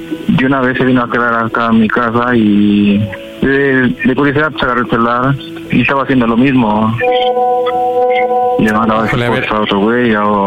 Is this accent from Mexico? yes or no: yes; Tlaxcala, Mexico; Tengo 29 años, soy de Tlaxcala, Tlaxcala.